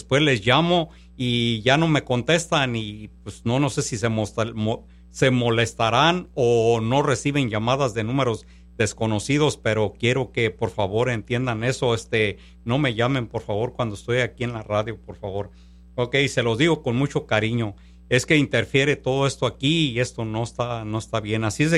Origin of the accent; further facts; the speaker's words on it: Panindícuaro, Michoacán, Mexico; Hermanos, yo soy de Michoacán, de Panindícuaro, Michoacán